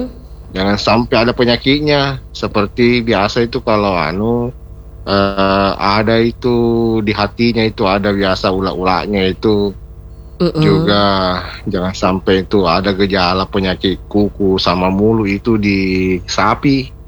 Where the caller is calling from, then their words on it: Pangkep, South Sulawesi, Indonesia; di Segeri, Pangke.